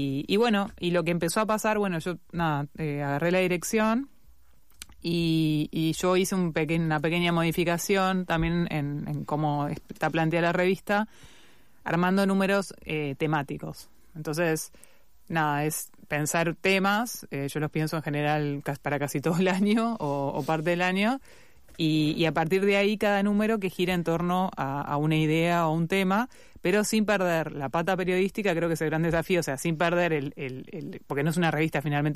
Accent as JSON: {"language": "Spanish", "country": "Uruguay", "moved": "yes", "lives_now": "Argentina", "said": "yo soy uruguaya, viviendo en Argentina"}